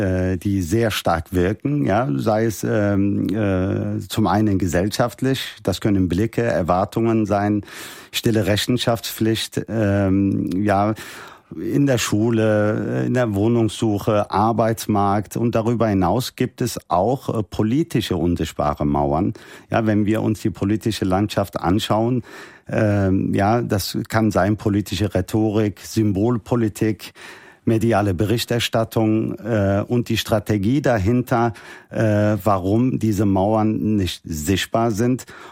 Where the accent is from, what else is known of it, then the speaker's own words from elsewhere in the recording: Cologne, North Rhine-Westphalia, Germany; Ich bin in Köln-Mühlheim aufgewachsen.